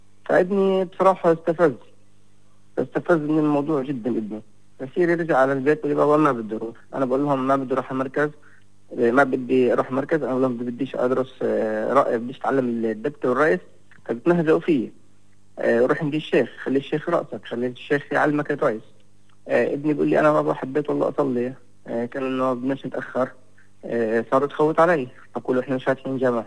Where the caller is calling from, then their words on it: Nablus, West Bank, Palestine; تاريخ بلدنا فيها نابلس،